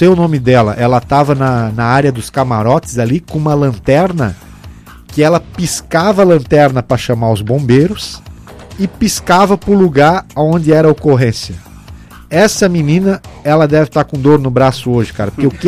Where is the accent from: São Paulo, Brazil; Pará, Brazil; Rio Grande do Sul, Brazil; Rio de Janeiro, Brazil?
Pará, Brazil; Belém; de lá de Belém do Pará, de onde eu sou, lá da Ilha